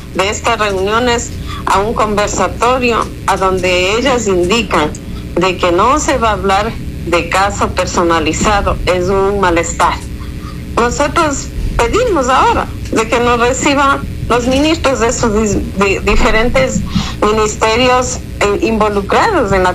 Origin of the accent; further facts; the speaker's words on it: Ecuador; O sea, no hay garantías para nosotros como ecuatorianos.